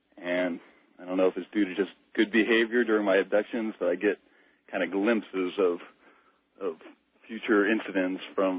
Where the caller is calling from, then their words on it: Indianapolis, Indiana, United States; I'm calling from Indianapolis.